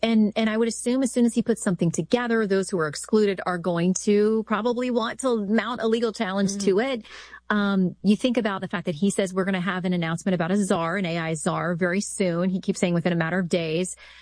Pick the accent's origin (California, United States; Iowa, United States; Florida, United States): Florida, United States; I'm from Florida. Our electric chair is very famous down there.